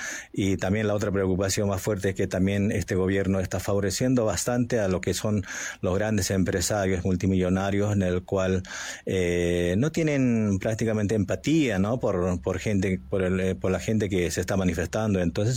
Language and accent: Spanish; La Paz, Bolivia; yo provengo de la ciudad de La Paz, soy descendiente de indígena